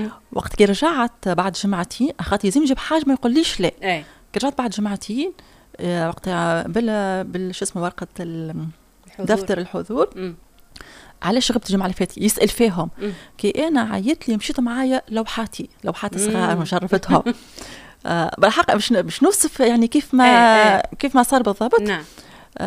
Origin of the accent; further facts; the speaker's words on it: Manouba, Tunisia; نقول احنا وليت منوبه ومنوبه ودلي صنهاجه.